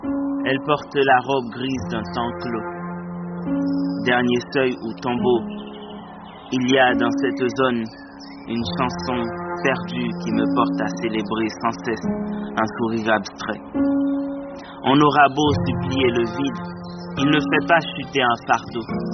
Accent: Haiti; moved away as an adult; also born or lived in Port-au-Prince; now in France; le contexte où j'ai grandi en Haïti.

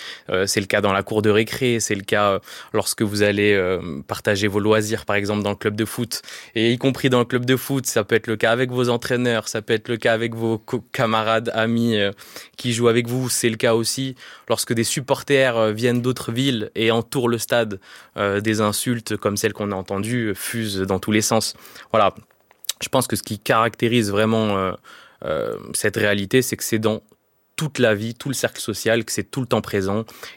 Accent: Sainte-Florine, Auvergne-Rhône-Alpes, France; moved away; also born or lived in Bordeaux / Brioude; Moi, j'ai grandi en Haute-Loire. Enfin, je suis né en quartier populaire à Bordeaux, mais j'ai grandi en Haute-Loire, en milieu rural

